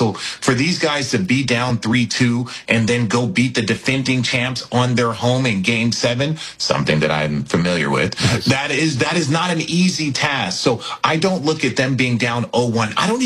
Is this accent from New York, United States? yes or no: yes; New York, United States; As a New Yorker, don't marvel too much.